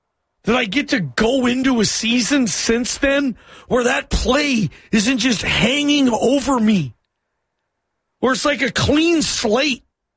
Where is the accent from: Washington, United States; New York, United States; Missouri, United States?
Washington, United States; Seattle; born or raised there; also born or lived in Idaho